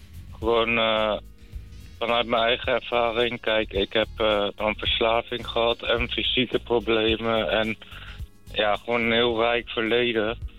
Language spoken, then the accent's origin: Dutch; Nijmegen, Gelderland, Netherlands; also born or lived in The Hague; now in Zeeland, Netherlands; Ik ben niet opgegroeid in Den Haag. Ik ben geboren in Den Haag. Ik ben opgegroeid in Nijmegen.